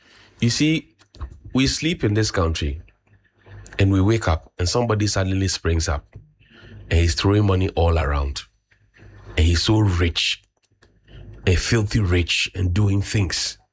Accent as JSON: {"language": "English", "town": "Accra", "region": "Greater Accra", "country": "Ghana", "tie": "born or raised there", "said": "I grew up in Abosokan as well."}